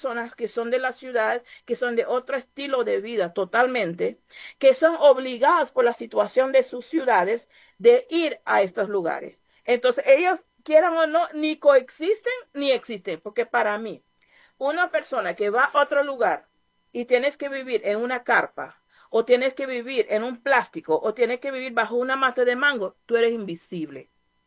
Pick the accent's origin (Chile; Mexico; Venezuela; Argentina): Venezuela; Bolívar; Pueblo Pemón. ¿Cuántos de nosotros estamos preparados para empleo?